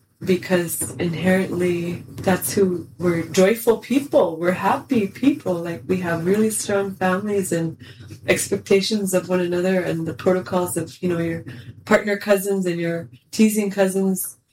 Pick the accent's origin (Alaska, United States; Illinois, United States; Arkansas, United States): Alaska, United States; Nome; I'm a King Islander. I'm from Nome, Alaska. And I was raised by my strong family of King Island Native women.